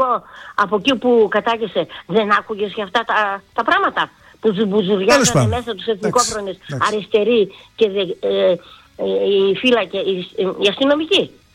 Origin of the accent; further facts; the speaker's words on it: Germany; Εγώ μεγάλωσα με Πόντιους στη Γερμανία όμως.